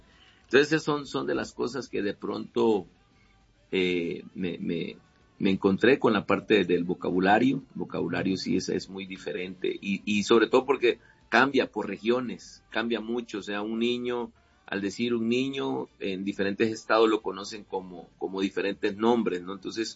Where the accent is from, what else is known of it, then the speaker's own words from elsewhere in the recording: El Salvador; moved away as an adult; now in Mexico; en El Salvador, pues en mi familia acostumbrábamos